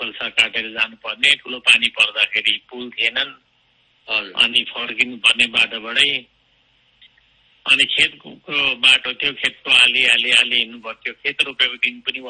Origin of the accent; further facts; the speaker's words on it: Sikkim, India; म पूर्व सिक्किमको सामदुङ खेसे भन्ने गाउँमा 1965 सालमा जन्म लिएको हुँ।